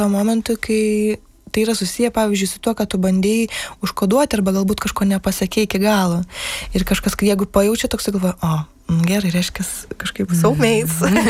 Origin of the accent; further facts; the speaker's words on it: Samogitia, Lithuania; accent: Samogitian; Aš labai daug užaugau, aš kalbu žemaitiškai ir man žemaitija yra, nu, toks mano dalykas labai